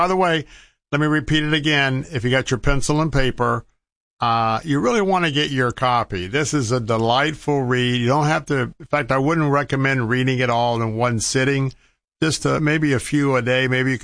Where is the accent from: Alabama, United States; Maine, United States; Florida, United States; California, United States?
Florida, United States; Tampa; I was born and raised in Tampa. I'm very, very aware of our traffic increases.